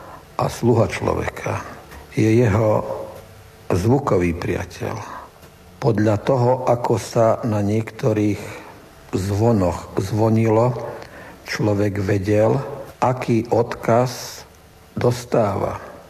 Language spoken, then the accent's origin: Slovak; Brezno, Banská Bystrica Region, Slovakia; Sám som vyrastal v Brezne